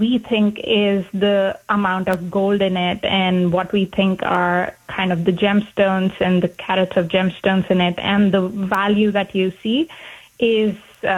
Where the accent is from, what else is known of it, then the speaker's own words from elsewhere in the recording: India; now in United States; me and my co-founder Nidhi both grew up in India